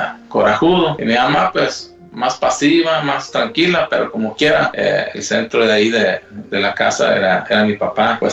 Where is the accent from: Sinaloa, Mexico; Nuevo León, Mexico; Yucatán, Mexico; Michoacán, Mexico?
Michoacán, Mexico; Huetamo; Yo soy de Michoacán, de un pueblo que se llama Huetamo. Pues como toda niñez, es un rancho. Bueno, no sé, te digas un pueblo, un rancho.